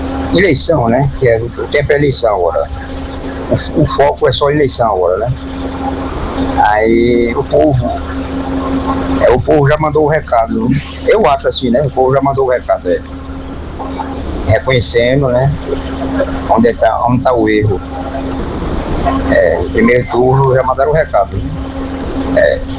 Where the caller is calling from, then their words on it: Aracaju, Sergipe, Brazil; falando diretamente de Aracaju.